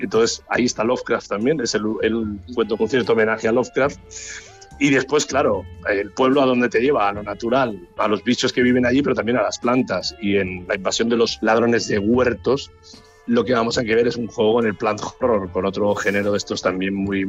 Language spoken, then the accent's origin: Spanish; Barcelona, Catalonia, Spain; yo soy de Barcelona